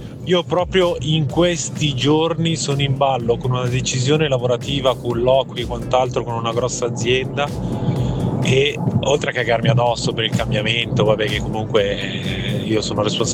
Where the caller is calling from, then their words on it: Milan, Lombardy, Italy; da Milano.